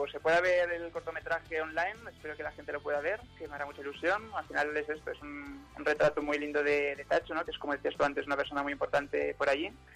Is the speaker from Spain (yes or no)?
yes; Barcelona, Catalonia, Spain; born there; Yo nací y vivo en Barcelona, pero eso, tengo a mis tíos y mis primos ahí de Soria.